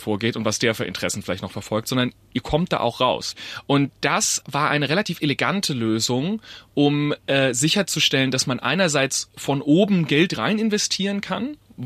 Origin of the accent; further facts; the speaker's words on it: Heilbronn, Baden-Württemberg, Germany; Ja, also ich liebe meine Heimat natürlich, aber ehrlicherweise Heilbronn ist jetzt nicht die sexieste Stadt.